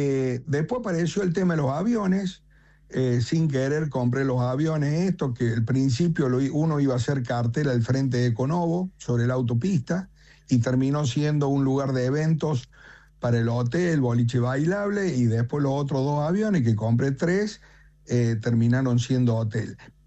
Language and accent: Spanish; Argentina; lo importante es que los argentinos, los que nos sentimos que somos argentinos, hagamos por este país maravilloso.